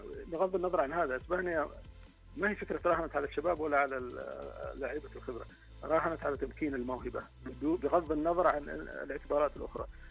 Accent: Saudi Arabia; إحنا عندنا في السعودية الحس المهاري موجود

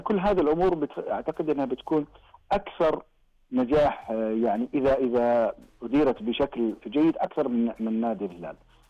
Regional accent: Saudi Arabia; بالنسبة لي كسعوديين

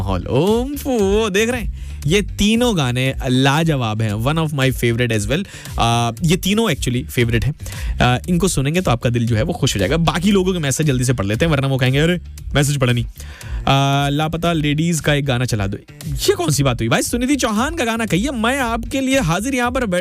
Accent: Basti, Uttar Pradesh, India; आगे भाई हम बस्ती से हैं, ओ फैजाबाद और बस्ती में ज़्यादा टाइम ज़्यादा दूर नहीं है।

